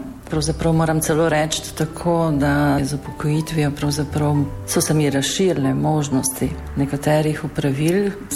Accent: Železniki, Upper Carniola, Slovenia; also born or lived in Ljubljana; now in Ptuj, Slovenia; rojena sem res v Ljubljani v porodnišnici, ampak takrat moji starši niso živeli v Ljubljani, to je bilo malo kasneje. Tako da jaz sem svoja prva, najbolj nežna otroška leta preživela v Železnikih, v eni takšni tipični gorenski dolini

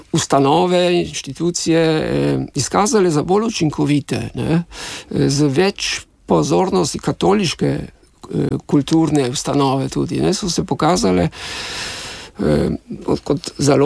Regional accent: Trieste, Friuli-Venezia Giulia, Italy; kot tržaški človek, na nek način, vsaj posredno zamejski, kot smo rekli, Slovenec

